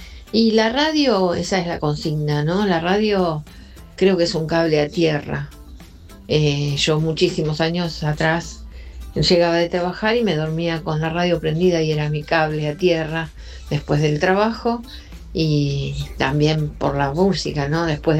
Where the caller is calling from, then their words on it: Berazategui, Buenos Aires Province, Argentina; de Berazategui.